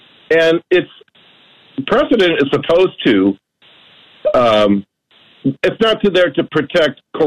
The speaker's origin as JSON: {"language": "English", "region": "Michigan", "country": "United States", "said": "I'm formerly from Michigan, and I would say you got a MAGA Democrat from Michigan there."}